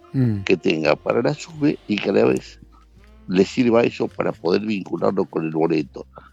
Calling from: Buenos Aires, Argentina

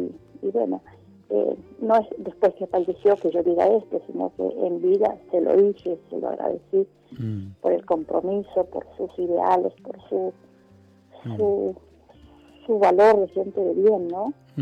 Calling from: Argentina; de Lago Mercino

